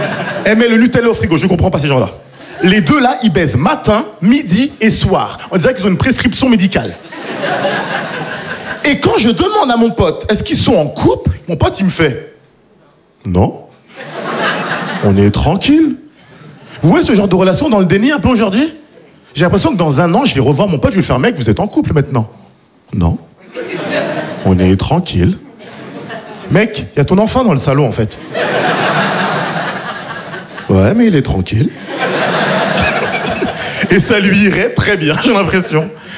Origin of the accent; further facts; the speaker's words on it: Haiti; now in France; Vous savez, je suis haïtien d'origine et je me rends compte que l'argent, c'est très subjectif.